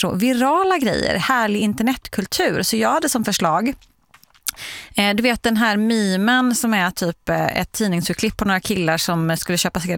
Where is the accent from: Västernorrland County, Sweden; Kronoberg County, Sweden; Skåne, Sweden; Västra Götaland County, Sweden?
Kronoberg County, Sweden; Ryd; accent: Småland dialect; i mina hemtrakter i Ryd i Småland, utanför Tingsryd, i Hönshyltefjorden.